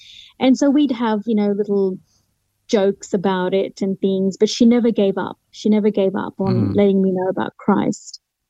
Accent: England, United Kingdom; born there; And so my parents ended up growing up in Fiji, where they met and got married, and then moved across to England, where my father pursued law, and that's where I was born.

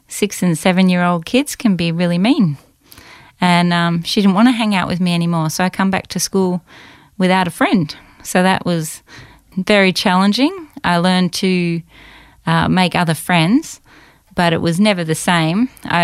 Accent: Chirnside Park, Victoria, Australia; So I grew up in Chirnside Park. Went to the Chirnside Park Primary School, and I was even born in the Lilydale Hospital back when it was.

